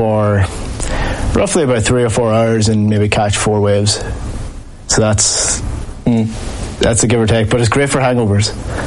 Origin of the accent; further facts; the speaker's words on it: County Donegal, Ireland; I'm from Donegal, so everything in Donegal is kind of like 5 or 6 years behind everything else anyway